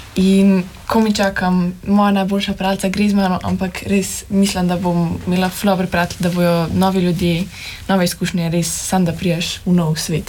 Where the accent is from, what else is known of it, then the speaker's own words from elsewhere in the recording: Jerova vas, Central Slovenia, Slovenia; Jaz sem iz Jerove vasi.